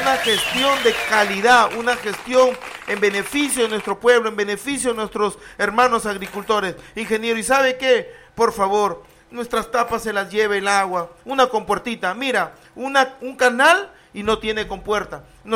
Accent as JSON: {"language": "Spanish", "town": "Túcume", "region": "Lambayeque", "country": "Peru"}